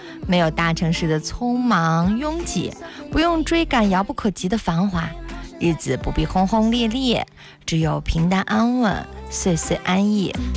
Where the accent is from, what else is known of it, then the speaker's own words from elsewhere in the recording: Dongying, Shandong, China; 我从小生活在胜利油田，胜利油田就是这样一个你出门谁都认识谁的地方